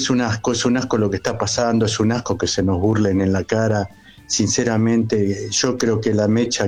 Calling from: La Matanza, Buenos Aires Province, Argentina; de La Matanza.

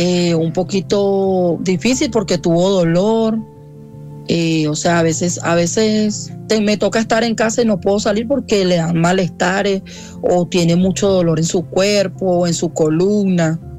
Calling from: Bogotá, Colombia; Ahorita vivimos acá en Bogotá.

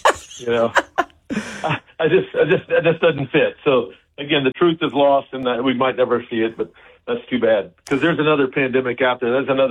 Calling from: North Carolina, United States; I'm calling from North Carolina today, moving around a little bit.

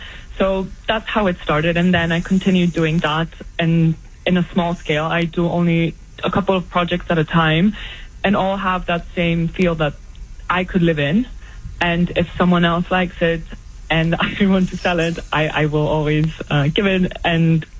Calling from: Greece; I'm dialing in from Greece. It's a pleasure to be here with you today.

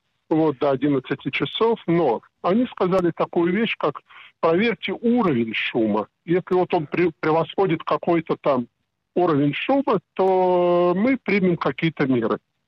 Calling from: Netanya, Central District, Israel; я звоню из Нетани.

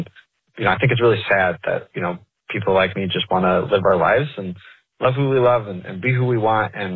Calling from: Chicago, Illinois, United States; I'm calling from Chicago.

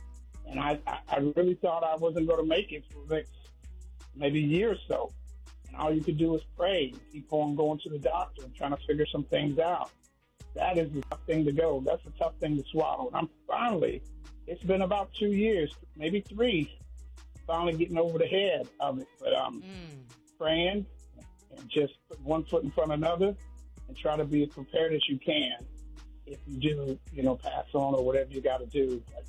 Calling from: North Carolina, United States; I'm calling from North Carolina.

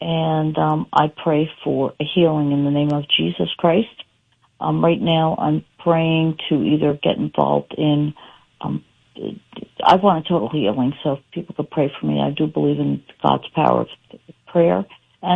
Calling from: New Jersey, United States; I'm from New Jersey.

